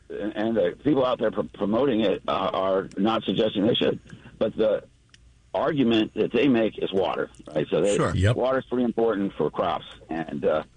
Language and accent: English; Kansas, United States; moved away; I just got back from my home state.